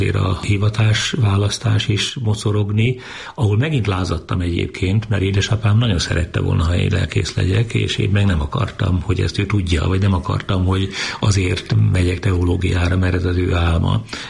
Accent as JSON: {"language": "Hungarian", "town": "Csögle", "region": "Veszprém County", "country": "Hungary", "tie": "born or raised there", "said": "Esdában születtem, de akkor még bőven vidéken éltünk."}